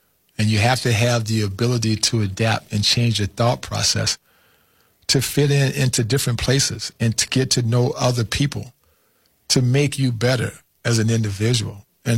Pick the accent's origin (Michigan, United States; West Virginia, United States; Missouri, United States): Michigan, United States; Flint; You know, I'm a kid from Flint, Michigan, dreaming of one day of leaving, you know, the neighborhood of Rosedale and Selby Avenue, you know, to play in a place that was bigger.